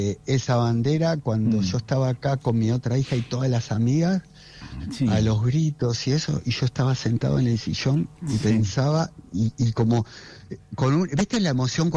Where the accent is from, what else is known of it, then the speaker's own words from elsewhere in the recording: Argentina; Pero como somos los argentinos